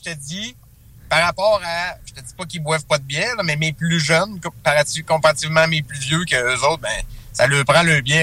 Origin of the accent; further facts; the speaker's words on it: Bellechasse, Quebec, Canada; Je viens de Bellechasse puis je viens de la Beauce